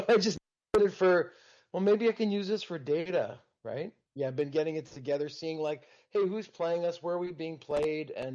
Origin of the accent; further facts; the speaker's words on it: Canada; even though we're from Canada.